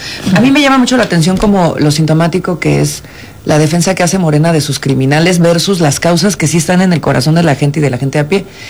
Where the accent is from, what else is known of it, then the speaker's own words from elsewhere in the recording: Mexico; el único pacto social que nos sigue uniendo como mexicanos y dando la poca paz que nos queda son las leyes